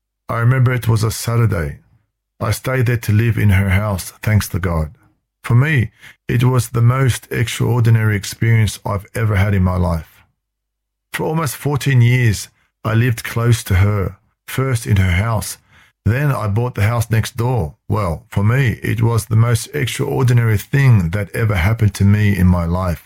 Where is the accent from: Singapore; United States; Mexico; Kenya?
Mexico; Hermosillo, Sonora; I was in my home state of Hermosillo, Sonora, around 1981.